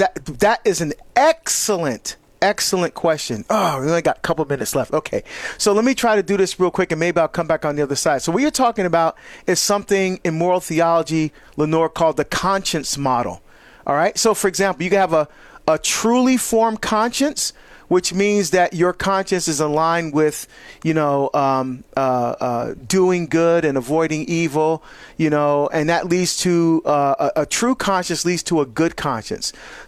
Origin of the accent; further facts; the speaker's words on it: Barbados; That my mom, we're from Barbados, my mom used to make that, and I just loved it.